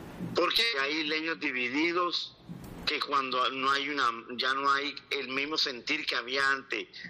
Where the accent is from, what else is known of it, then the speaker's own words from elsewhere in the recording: San Andrés, San Andrés, Providencia and Santa Catalina, Colombia; aquí prácticamente me crié y nací, y como no nací, pero me crié aquí en San Andrés hace 35 años.